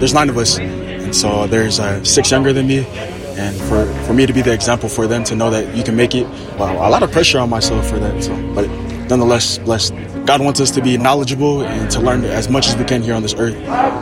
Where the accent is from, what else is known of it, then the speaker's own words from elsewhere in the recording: Saratoga Springs, Utah, United States; also born or lived in California; For the past 23 years, I said I'm from California, but I think it's time to switch it up. I'm from Saratoga Springs, Utah now, starting now.